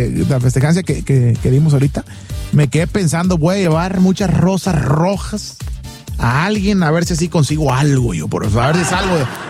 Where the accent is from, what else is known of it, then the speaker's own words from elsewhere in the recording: Mexico; no, soy mexicano.